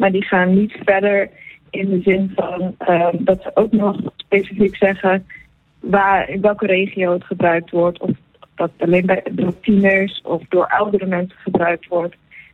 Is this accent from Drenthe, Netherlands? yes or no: yes; Drenthe, Netherlands; Ten eerste ben ik meertalig opgevoed. Dus mijn moeder is Fries. En ik woon, ik kom uit Drenthe. Dus daar spreken mensen meer in Saksisch. Maar daarnaast heb ik ook een uitwisselingsjaar in Panama gedaan.